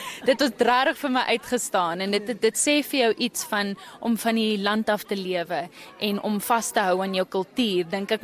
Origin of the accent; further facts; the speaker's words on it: Windhoek, Khomas, Namibia; Ek is 27, ek is gebore en groot geword in Windhoek, maar my familie kom van Gobabis af. Ek is eintlik 'n